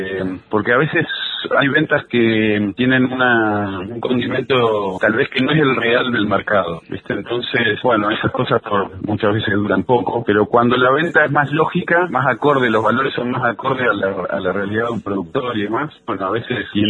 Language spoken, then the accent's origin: Spanish; Chubut, Argentina; porque si bien somos patagónicos, honestamente Río Negro y Chubut no tenían mucha relación